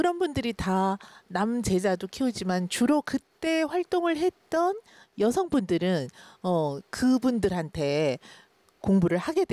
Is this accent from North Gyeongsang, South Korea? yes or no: yes; Gyeongju, North Gyeongsang, South Korea; born there; moved away; also born or lived in Seoul; 이제 저희가 고향이 경주인데